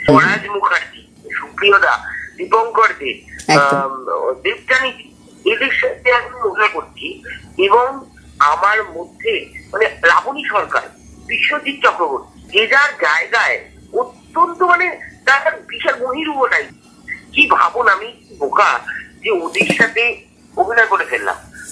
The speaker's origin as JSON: {"language": "Bangla", "town": "Malda", "region": "West Bengal", "country": "India", "moved": "yes", "lives_now": "Kolkata, India", "said": "আমি মালদার মেয়ে, কিন্তু আমি মনে করি যে আমি মোর অফ কলকাতার হয়ে গেছি এখন"}